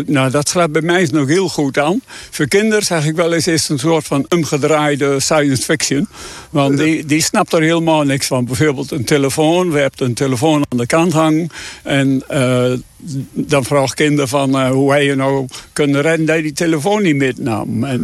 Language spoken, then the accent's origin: Dutch; Netherlands; moved away; Ik ben op Leebroek geboren en getogen.